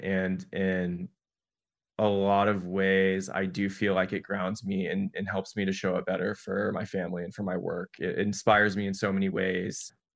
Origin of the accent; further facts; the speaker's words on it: Florida, United States; moved away; also born or lived in Oregon; So I've lived here since 2017, so for about 9 years. And I was born in Oregon, but I grew up in Florida